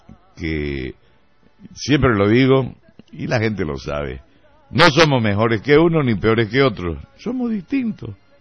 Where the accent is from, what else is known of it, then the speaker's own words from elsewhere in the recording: Sucre, Chuquisaca, Bolivia; born there; also born or lived in San Javier, Santa Cruz, Bolivia; now in Santa Cruz de la Sierra, Bolivia; En San Javier, soy chiquitano, cruceño de nacimiento y de sentimiento, pero me crié en Sucre y me malcrié en Santa Cruz